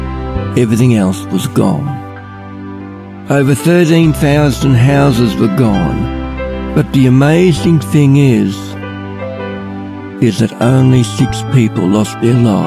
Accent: Ballarat, Victoria, Australia; I'm from Ballarat.

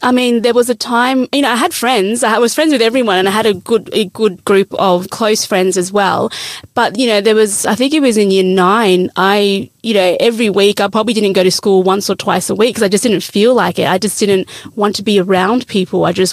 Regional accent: Australia; also born or lived in England / Mauritius; Grew up in Australia.

